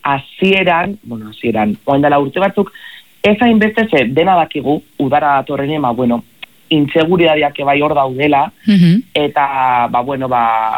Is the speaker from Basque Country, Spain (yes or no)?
yes; Zarautz, Basque Country, Spain; Ni Zarauztarra naiz, eta noski Zarautzeko ondartza asko ezagutzek